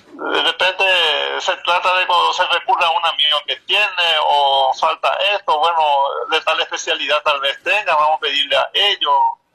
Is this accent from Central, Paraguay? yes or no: no; Sapucaí, Paraguarí, Paraguay; born there; now in Paraguarí, Paraguay; Yo soy del noveno departamento, nacido en Sapucaí y vivo en Paraguarí.